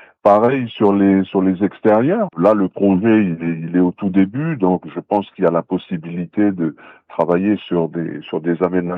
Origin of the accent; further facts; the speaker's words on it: South Province, New Caledonia; on est originaire nous du quartier de Riverstar